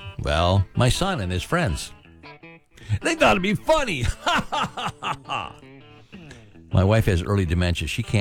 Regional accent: Kazakhstan; I have kind of Asian features, but I'm actually from Kazakhstan, which, you know, once upon a time was part of the Soviet Union.

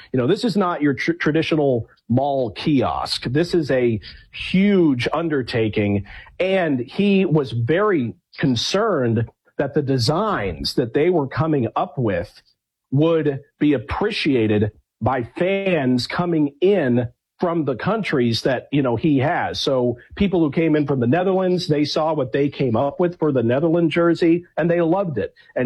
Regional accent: United States; this has kind of affected me in a way where I, as an American, I was blown away by this

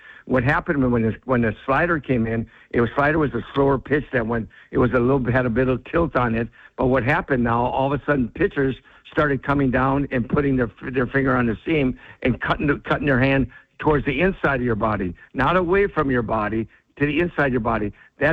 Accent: Wisconsin, United States; born and raised here

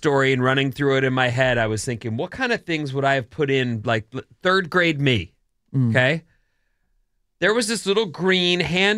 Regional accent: Irvine, California, United States; The school I went to down south where I grew up in Irvine

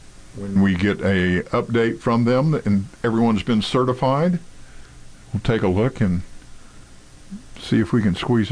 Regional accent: Texas, United States; No, we're not. We're Texas.

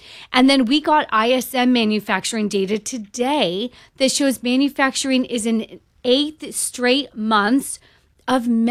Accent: California, United States; And I'm from California. They use less water than my almond farm.

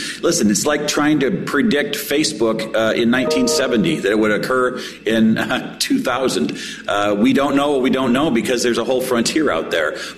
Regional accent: Nebraska, United States; in my home state of Nebraska

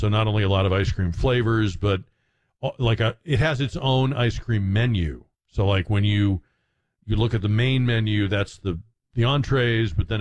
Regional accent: Newton, Massachusetts, United States; This was a little like diner and ice cream parlor kind of place in my hometown that when we would go as teenagers, it was already an old place.

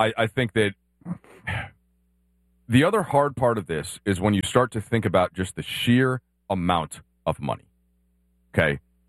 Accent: Minnesota, United States; I'm not from Los Angeles. Grew up in Minnesota. Was a Bulls fan because the Timberwolves didn't exist until 1989.

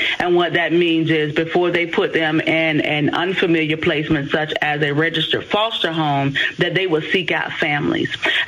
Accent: South Carolina, United States; now in Columbia, United States; We're from Marlborough County, and we both reside here in the Columbia area now.

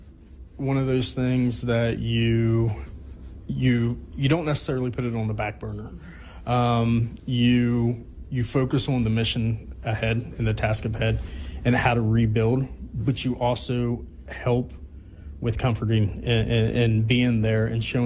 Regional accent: Clarksburg, West Virginia, United States; I lived in Clarksburg. I was raised in Clarksburg at the time.

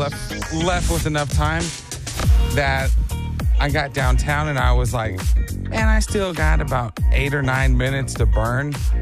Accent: Grand Prairie, Texas, United States; I'm some kid from Grand Prairie, Texas, who's absolutely living his dream every single morning.

